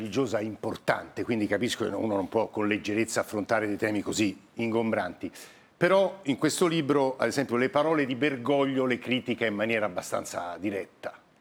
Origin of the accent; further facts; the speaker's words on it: Rome, Lazio, Italy; sono i cittadini romani, lo dico da romano, più antichi di questa città